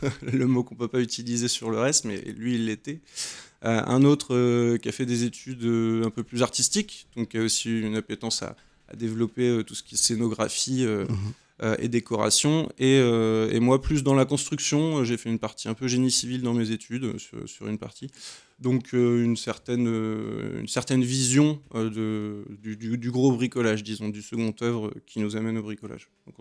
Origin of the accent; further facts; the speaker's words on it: Tours, Centre-Val de Loire, France; Tourangeau.